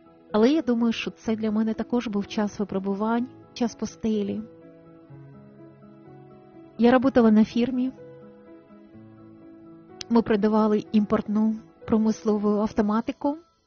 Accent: Kyiv, Ukraine; хоча я киянка

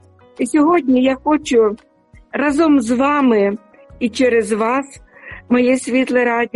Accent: Sumy, Sumy Oblast, Ukraine; moved away; я хочу передати вітання на Україну, у моє рідне місто Суми.

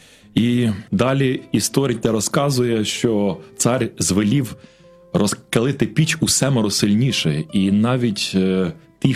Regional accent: Bila Tserkva, Kyiv Oblast, Ukraine; Я з Білої Церкви.

